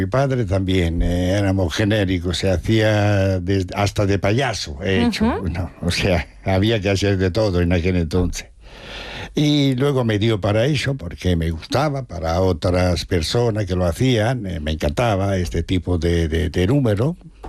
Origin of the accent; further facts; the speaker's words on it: Italy; now in Spain; Yo, porque soy casi más español que italiano, y aquí estoy.